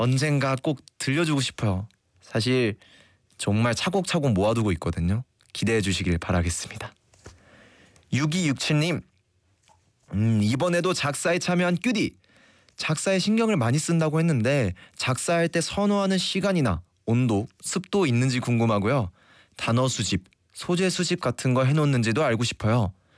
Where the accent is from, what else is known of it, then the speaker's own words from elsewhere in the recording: South Korea; 제가 한국인이잖아요.